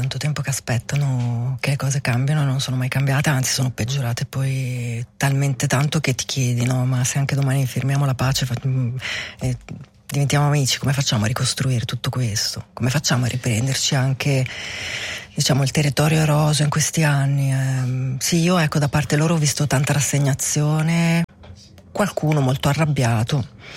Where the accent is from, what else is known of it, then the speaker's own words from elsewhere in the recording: Switzerland; io vengo dalla Svizzera